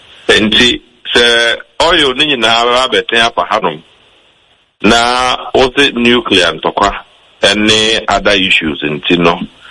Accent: Ghana; I wish one as a Ghanaian things were a lot easier for us than they are now.

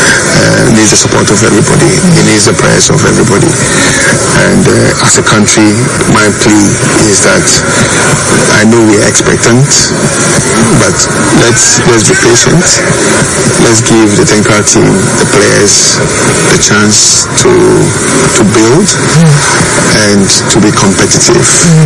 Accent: Ghana; I'm a Ghanaian, so I'll first of all identify myself.

